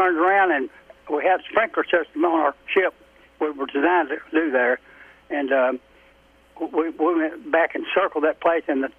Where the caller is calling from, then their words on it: Pulaski County, Kentucky, United States; I'm from Pulaski County. I'm a hillbilly, too.